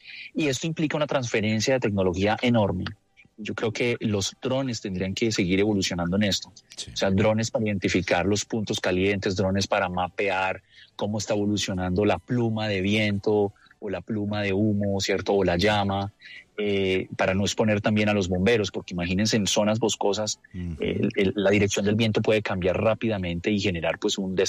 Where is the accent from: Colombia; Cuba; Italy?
Colombia; Créanme que como colombianos deberíamos sentirnos orgullosos